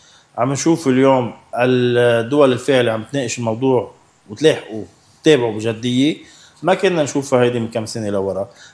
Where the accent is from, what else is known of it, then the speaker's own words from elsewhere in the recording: Lebanon; بما خصنا نحن كلبنانيين